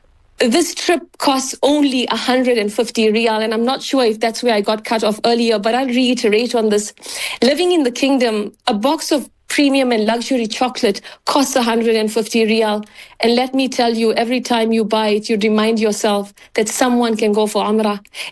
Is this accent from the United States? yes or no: no; South Africa; moved away; As a South African